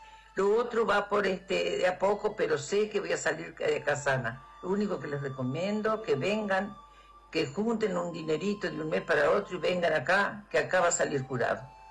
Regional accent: Río Branco, Cerro Largo, Uruguay; Yo soy de acá, de Río Branco, sí.

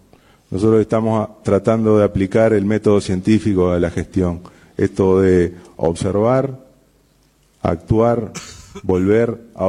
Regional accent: Salto, Uruguay; cuando éramos chicos en Salto, recuerden que yo soy de Salto

